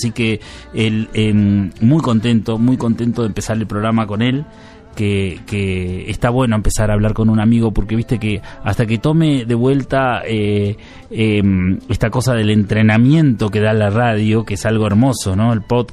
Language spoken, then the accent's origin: Spanish; Buenos Aires, Argentina; para los que somos de Buenos Aires.